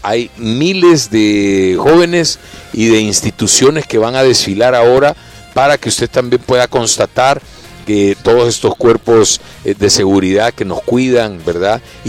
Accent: El Salvador; cada vez estamos constatando los salvadoreños que estamos acá, que disfrutamos del país.

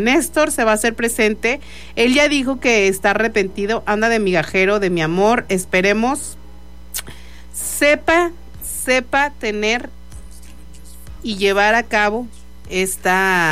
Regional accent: Mexico; somos mexicanos, somos más orgullosos que nada

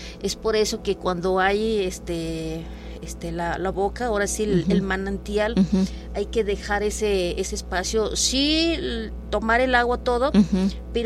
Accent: Palmital, Veracruz, Mexico; Yo soy de Palmital, pertenece sí. a Tantuyuca.

